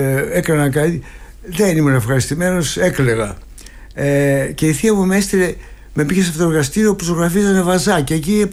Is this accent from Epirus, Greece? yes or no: no; Athens, Attica, Greece; moved away; γεννήθηκα και μεγάλωσα στο Παγκράτη και ξαναγύρισα και πήρα ένα διαμέρισμα πάλι στο Παγκράτη.